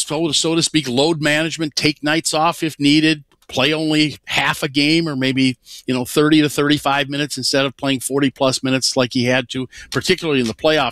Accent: Cleveland, Ohio, United States; now in Minneapolis, United States; growing up in Cleveland.

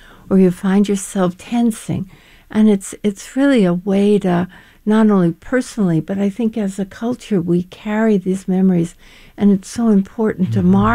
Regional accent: New York City, New York, United States; This is my hometown.

